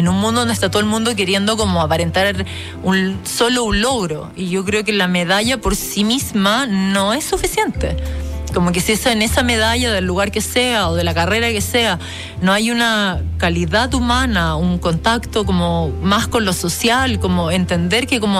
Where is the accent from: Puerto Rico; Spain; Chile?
Chile; Es que yo creo que como chilenos tenemos una relación con la Antártica